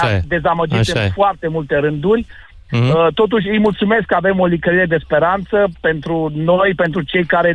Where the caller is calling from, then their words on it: Bucharest, Romania; sunt din București.